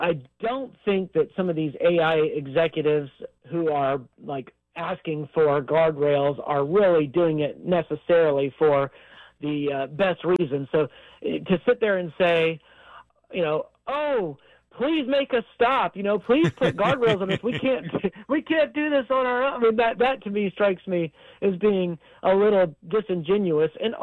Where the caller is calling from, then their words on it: Alabama, United States; But I live in Alabama, so I'm calling in from Alabama.